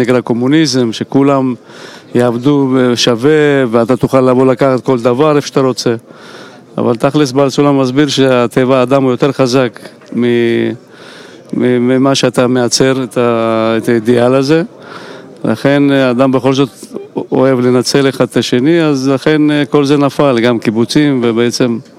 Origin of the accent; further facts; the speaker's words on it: Russia; moved away; רוסיה, שאני גדלתי בה.